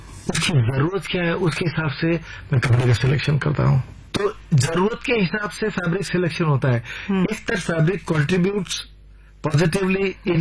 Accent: Maharashtra, India; और मैं खास करके महाराष्ट्र में बड़ा हुआ पला हुआ तो वहां पर मुझे अभंग में काफी रुचि रही है।

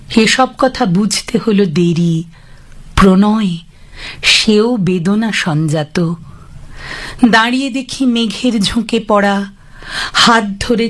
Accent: Madhyamgram, West Bengal, India; আমার মধ্যমগ্রাম যেখানে আমার বাড়ি সেখানেই আমার দল

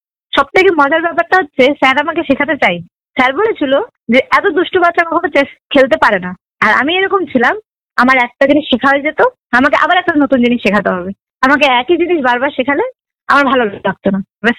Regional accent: Panihati, West Bengal, India; born there; also born or lived in Kolkata; আমার বাড়ি হচ্ছে সত্যপুর পানিহাটি। যখন আমি জন্মগ্রহণ করেছিলাম তখন আমার বাড়ি ওটা ছিল, ফ্যামিলি ছিল জয়েন্ট ফ্যামিলি।

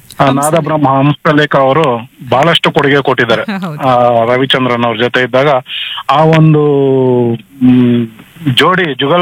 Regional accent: Devanahalli, Karnataka, India; ನನ್ನ ಸ್ವಂತ ಊರು ದೇವನಹಳ್ಳಿ.

